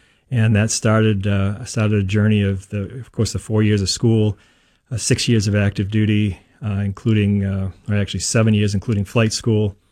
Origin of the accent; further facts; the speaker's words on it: Brewer, Maine, United States; also born or lived in Colorado Springs; I grew up in Brewer, Maine, went to Brewer High School